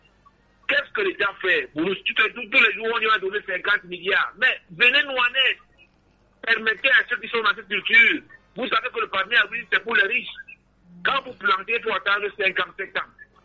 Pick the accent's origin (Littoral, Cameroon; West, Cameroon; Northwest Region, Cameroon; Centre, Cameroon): Littoral, Cameroon; chez nous, dans la Sénégal maritime